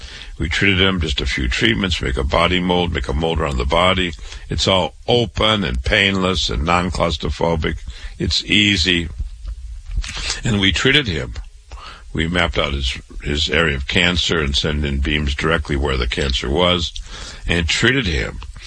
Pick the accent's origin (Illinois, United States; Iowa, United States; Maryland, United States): Iowa, United States; Waterloo; born and raised in Waterloo, Iowa. I went to public schools, university, medical school